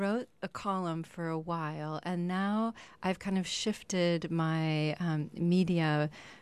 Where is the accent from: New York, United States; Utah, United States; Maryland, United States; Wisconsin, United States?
Wisconsin, United States; moved away as an adult; I grew up in Wisconsin, and then went to University of Wisconsin for undergrad and did medical school at the Medical College of Wisconsin in Milwaukee